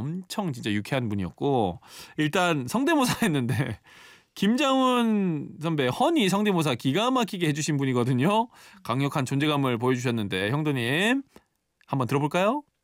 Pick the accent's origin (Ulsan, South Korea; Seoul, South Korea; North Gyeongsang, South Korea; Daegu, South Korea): Ulsan, South Korea; 제가 이제 울산 출신이잖아요. 저 데뷔할 때만 해도 울산 출신 많이 없었거든요.